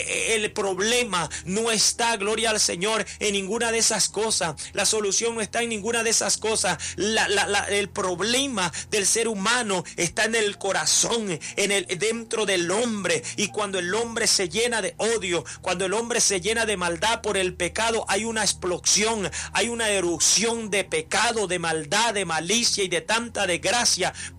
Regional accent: El Salvador; yo soy originario del Salvador, 100% salvadoreño

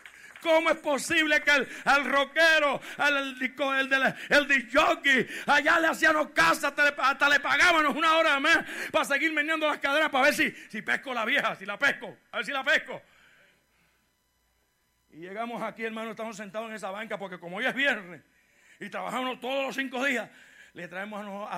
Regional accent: Puerto Rico; Yo soy puertorriqueño, sopórteme.

